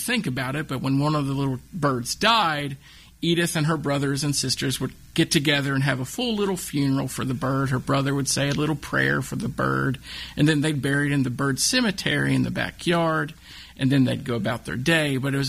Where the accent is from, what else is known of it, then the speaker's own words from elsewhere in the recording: Wytheville, Virginia, United States; Okay, well, I grew up here in Withville, so I'm a local citizen, obviously, growing up here.